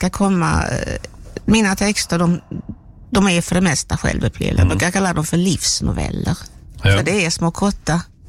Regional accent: Steninge, Halland County, Sweden; now in Växjö, Sweden; Jag är ju som från Steninge, det ligger vid havet alldeles, och vårt gamla hus som finns kvar, det ligger nära havet

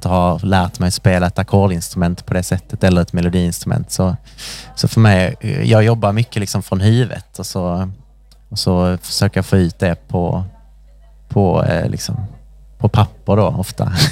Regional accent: Staffanstorp, Skåne, Sweden; Jag kommer från Staffanstorp, det är lite utanför.

